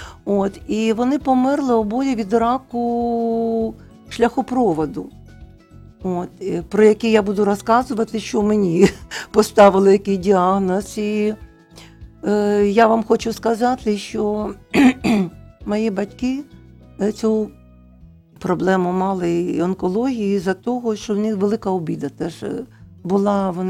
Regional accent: Torez, Donetsk Oblast, Ukraine; Я народилася у місті Торезі. Сьогодні він стару свою назву має у нас на Україні, називається Чистяково.

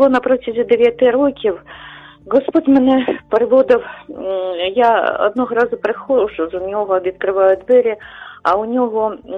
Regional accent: Kharkiv, Kharkiv Oblast, Ukraine; я з Харкова.

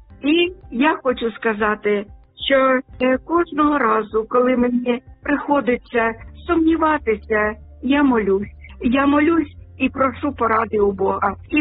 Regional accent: Sumy Oblast, Ukraine; now in Denmark; на мою рідну Сумщину

